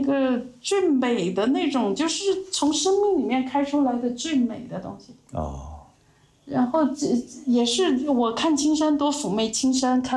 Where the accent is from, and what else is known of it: China